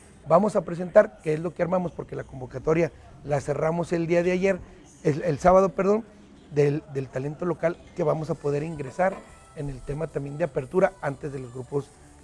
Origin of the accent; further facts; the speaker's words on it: Fresnillo, Zacatecas, Mexico; Él te puede asegurar que somos de Fresnillo.